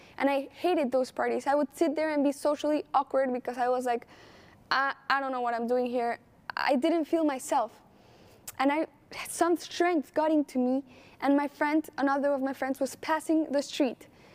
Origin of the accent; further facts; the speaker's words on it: Colombia; moved away; I was raised in Colombia, and in Colombia, you don't really hear, or at least in my school, where I was raised, in the environment I was raised, people wouldn't talk about God.